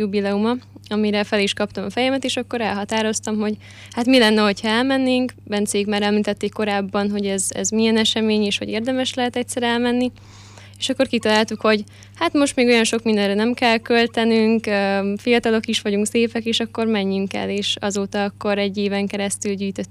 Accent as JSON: {"language": "Hungarian", "region": "Tolna", "country": "Hungary", "tie": "born or raised there", "also_born_or_lived": "Bonyhád / Szekszárd", "moved": "yes", "lives_now": "Pécs, Hungary", "said": "Most azért Bonyhádot mondtam, mert az utóbbi időben oda köthető a legtöbb dolog. De Szekszárdi is vagyok, a szüleim még korábban elváltak, és akkor így heti váltásban éltem mindkét helyen."}